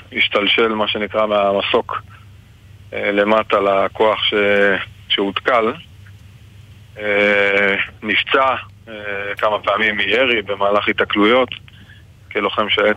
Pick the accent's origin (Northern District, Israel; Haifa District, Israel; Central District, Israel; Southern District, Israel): Northern District, Israel; אבל אני אוהב את הנופים של הגולן. גדלתי פה כילד, הסתובבתי יחף בשדות ובמרחבים ובנחלים ובמעיינות